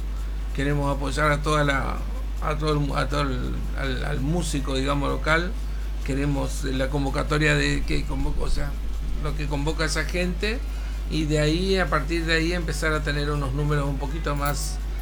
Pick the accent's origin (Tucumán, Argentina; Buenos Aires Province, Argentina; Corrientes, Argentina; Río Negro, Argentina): Corrientes, Argentina; now in Concordia, Argentina; yo soy correntino